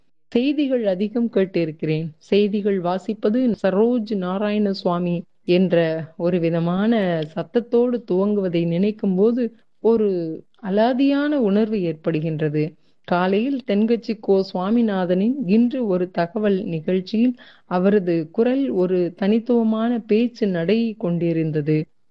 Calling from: Thoothukudi, Tamil Nadu, India; தூத்துக்குடியிலிருந்து

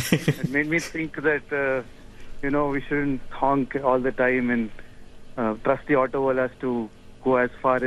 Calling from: Hyderabad, Telangana, India; I'm calling from Kaukur.

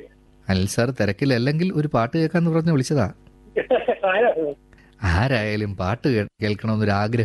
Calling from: Chengannur, Kerala, India

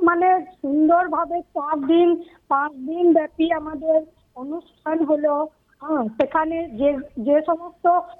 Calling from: Bahiri, West Bengal, India; আমাদের গ্রাম হচ্ছে বোলপুর থেকে 5 কিলোমিটার দূরে, বাহিরি বলে

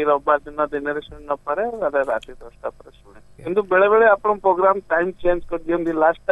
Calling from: Angul, Odisha, India; ଅନୁଗୁଳରୁ କହୁଥିଲି ସାର୍।

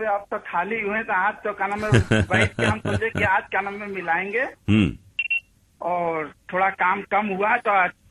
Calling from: Varanasi, Uttar Pradesh, India; करोटा लोटा वाराणसी से।

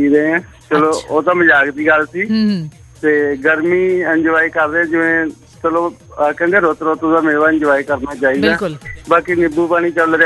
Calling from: Punjab, India; ਪਿੰਡ ਜਗਤਪੁਰ ਜੱਟਾ ਸਰਾਂ ਤੋਂ ਬੋਲ ਰਿਹਾ ਮੈਂ

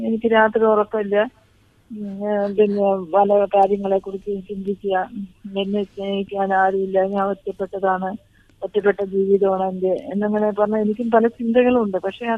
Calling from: Kerala, India; നെടുങ്ങാട്ടിൽ നിന്നാണ്.

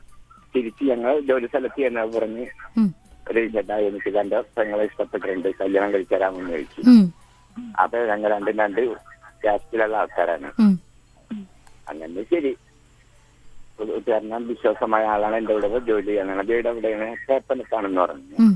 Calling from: Puthuvype, Kerala, India; Puthuvype.

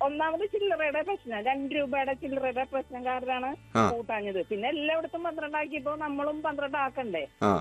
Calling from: Irinjalakuda, Kerala, India; ഇത് ഇരിങ്ങാലക്കുടക്ക് അടുത്ത് ഞങ്ങൾ ഇരിക്കുന്ന ഇടം വിഷ്ണുപുരം.

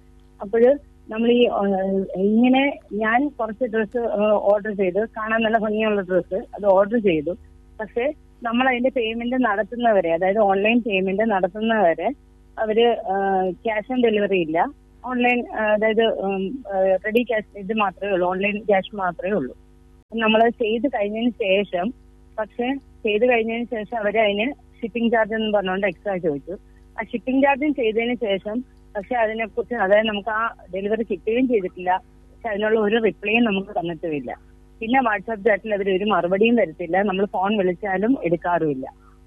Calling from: Aryanad, Kerala, India; ഞാൻ തിരുവനന്തപുരം ആര്യനാട് നിന്നാണ് വിളിക്കുന്നത്.

